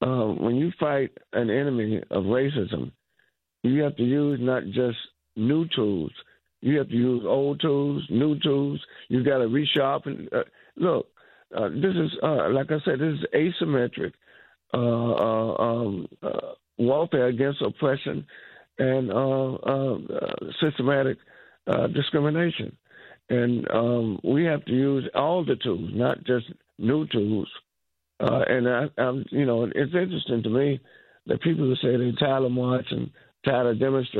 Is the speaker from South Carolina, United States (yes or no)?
no; Oxford, North Carolina, United States; I was standing up challenging racism in my hometown, Oxford, North Carolina, because I knew it wasn't right.